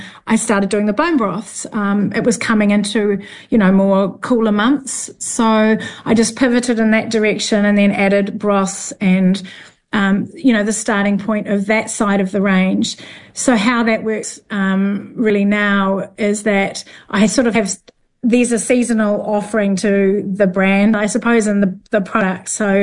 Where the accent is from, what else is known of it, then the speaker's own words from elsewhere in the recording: Northland, New Zealand; saving up to go overseas, as us Kiwis do. But I learned a lot. From a foodie family background, growing up in the Bay of Islands, we grew everything.